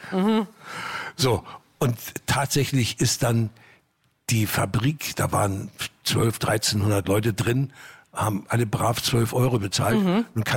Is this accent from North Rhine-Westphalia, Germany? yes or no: no; Hamburg, Germany; ich bin auf dem Kiez eigentlich groß geworden.